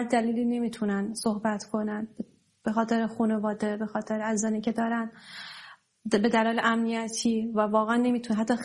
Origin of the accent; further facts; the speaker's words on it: Iran; moved away; چون در کشور خب دور افتاده از ایران هستم، دور از خانواده و وطنم هستم.